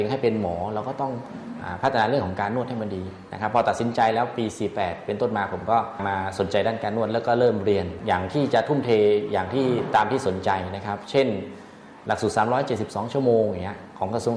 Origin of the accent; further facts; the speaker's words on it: Khon Kaen, Thailand; ผมเป็นคนขอนแก่นนะครับอยู่ที่อำเภอขอสนกว่านะครับ